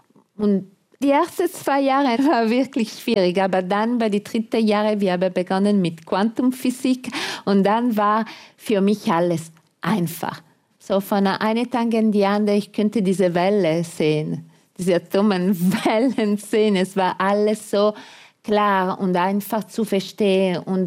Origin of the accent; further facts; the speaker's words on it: Italy; German is a second language; Nun, für mich als Italiener war etwas negativ, aber alle anderen waren zufrieden.